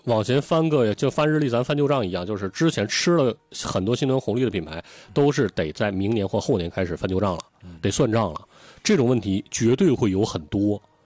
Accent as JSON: {"language": "Chinese", "country": "China"}